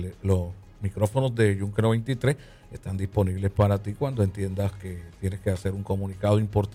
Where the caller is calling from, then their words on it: Luquillo, Puerto Rico; Yo soy de Luquillo